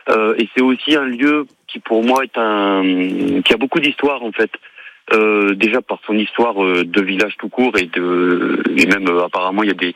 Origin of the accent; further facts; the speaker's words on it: Hauts-de-France, France; now in Lozère, France; Moi, je suis originaire du Nord, mais vraiment du Nord, hein … Et je suis arrivé en Lozère il y a plus d'une trentaine d'années.